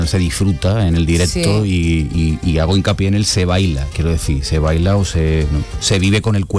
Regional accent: Andalusia, Spain; yo soy aquí del Aljarafe.

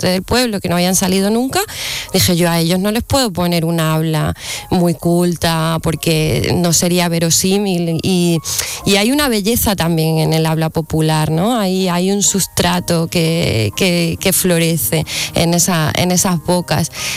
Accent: Spain; now in Córdoba, Spain; nos ha constituido como españoles

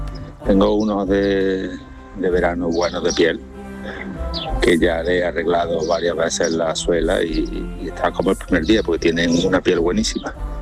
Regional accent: Córdoba, Andalusia, Spain; Yo de Canal Sur … de Córdoba.

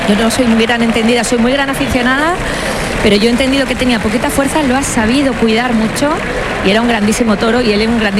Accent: Málaga, Andalusia, Spain; moved away; estaba deseando venirme a mi tierra

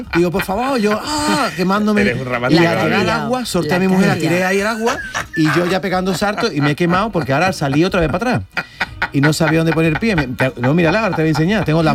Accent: Andalusia, Spain; also born or lived in Málaga / Seville; llevo Málaga en el corazón y soy malagueño, igual que sevillano.

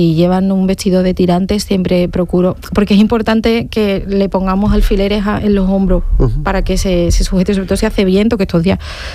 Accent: Santa Ana la Real, Andalusia, Spain; moved away; no estoy en mi pueblo, en Santa Ana la Real

